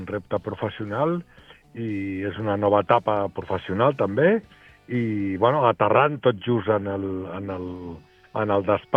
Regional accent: Argentona, Catalonia, Spain

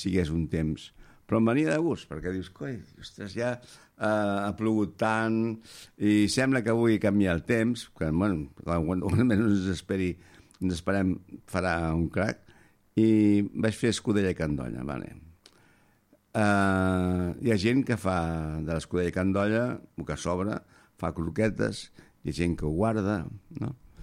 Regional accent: Barcelona, Catalonia, Spain; moved away as an adult; now in Argentona, Spain; Jo sóc de Barcelona i encara que porto molt temps aquí, tant en quant se m'escapa una espanyolada.

